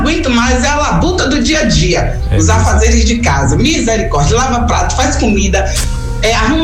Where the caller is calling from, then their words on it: Brazil; falo da Cidade Nova.